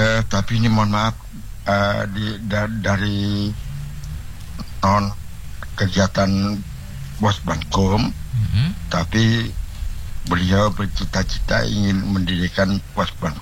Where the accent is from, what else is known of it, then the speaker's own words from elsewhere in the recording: Palaran, East Kalimantan, Indonesia; Kebetulan kami orang Palaran ya kan.